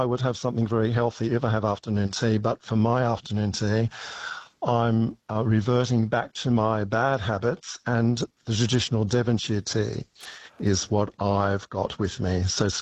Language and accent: English; Sydney, New South Wales, Australia; now in Darwin, Australia; Okay, I grew up in Sydney, where I went to school, where my family lived, where I went to university.